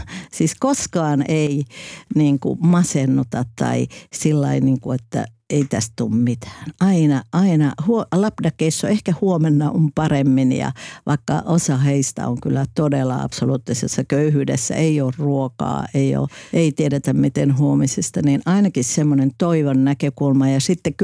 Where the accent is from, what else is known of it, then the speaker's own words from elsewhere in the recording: Oulu, North Ostrobothnia, Finland; Mä olen sieltä Oulusta kotoisin